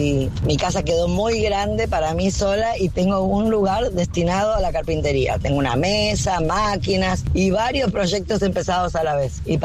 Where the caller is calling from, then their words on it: Burzaco, Buenos Aires Province, Argentina; de Bursaco